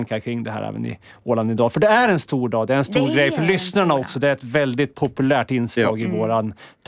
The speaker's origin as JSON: {"language": "Swedish", "country": "Sweden", "said": "jag är svensk"}